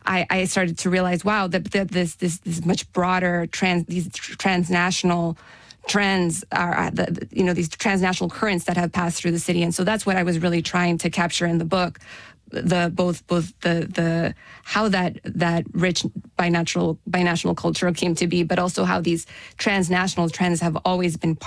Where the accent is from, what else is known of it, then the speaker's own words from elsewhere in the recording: El Paso, Texas, United States; When growing up as a teenager there, growing up in El Paso, I always felt like any other teenager, right? My hometown's too small. It's boring here. This place is so isolated. It's so far west. It's at the far more western tip of Texas.